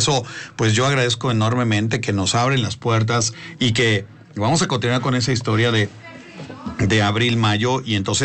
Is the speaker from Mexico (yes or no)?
yes; San Rafael Tlanalapan, Puebla, Mexico; San Martín Texmelucan, mi pueblo, San Rafael Tranalapan, con municipio en Texmelucan